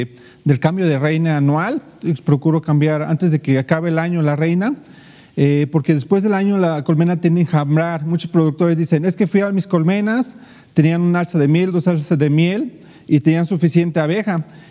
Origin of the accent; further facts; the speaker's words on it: Xico, Veracruz, Mexico; moved away as an adult; now in Dos Ríos, Emiliano Zapata, Mexico; No, yo soy originario de San Marcos, Xico, Veracruz. Uh-huh. Ya tengo 8 años viviendo en Dos Ríos, Emiliano Zapata.